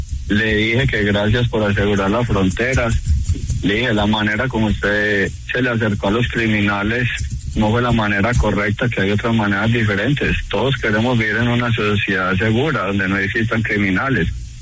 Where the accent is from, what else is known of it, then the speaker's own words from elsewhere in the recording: El Carmen de Viboral, Antioquia, Colombia; moved away as an adult; also born or lived in Tennessee; now in North Carolina, United States; yo soy del Carmen de Oral, Antioquia.